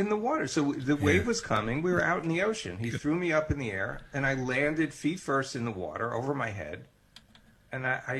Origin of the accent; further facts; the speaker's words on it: Coney Island, New York, United States; I grew up in Coney Island, so, during the summers, we would literally walk to the beach with my parents